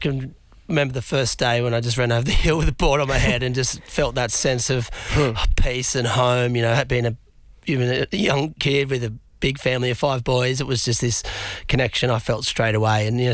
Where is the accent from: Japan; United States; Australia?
Australia; Cronulla, New South Wales; I'm a Cronulla boy. It's all on through. My dad was a long-term local and surfer. I've grown up there.